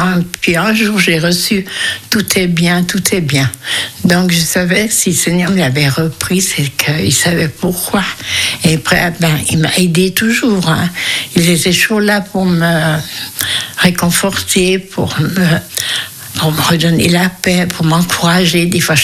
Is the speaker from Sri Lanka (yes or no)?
no; Germany; French is a second language; now in Switzerland